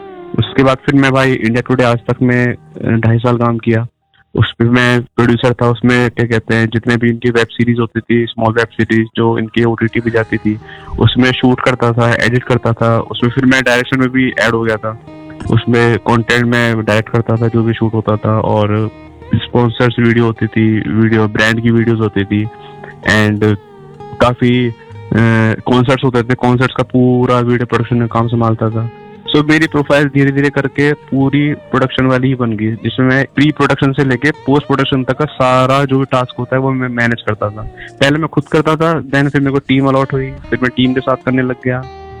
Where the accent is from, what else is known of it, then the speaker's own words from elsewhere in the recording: Faridabad, Haryana, India; और मैं फरीदाबाद का ही रहने वाला हूँ